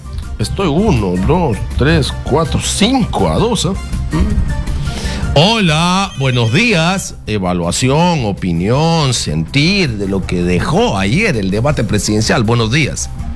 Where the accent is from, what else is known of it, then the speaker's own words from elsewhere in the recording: Loreto, Peru; Loreto, mi tierra